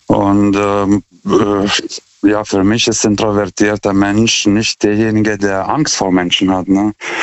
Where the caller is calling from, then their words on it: Karlsruhe, Baden-Württemberg, Germany; German is a second language; Das, also Deutsch ist nicht meine Muttersprache, deswegen entschuldige ich für meinen Akzent.